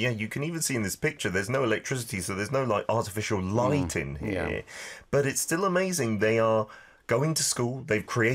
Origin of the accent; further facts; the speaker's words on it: United Kingdom; But even thinking back to my home country of the UK, where you spent a bit of time and you studied